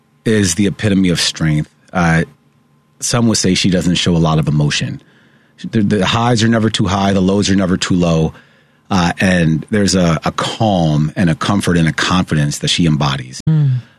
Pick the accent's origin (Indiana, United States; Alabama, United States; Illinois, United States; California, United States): Illinois, United States; Chicago; I tell people Chicago, and you know this, as a lifelong Chicagoan, Chicago is a city